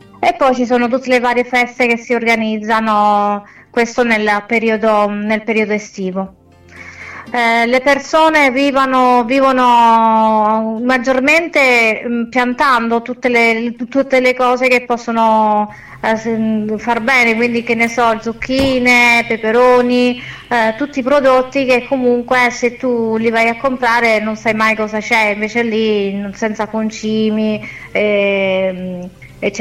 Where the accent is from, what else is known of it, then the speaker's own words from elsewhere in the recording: Campodimele, Lazio, Italy; Diciamo queste sono un po' le mie origini, da dove provengo.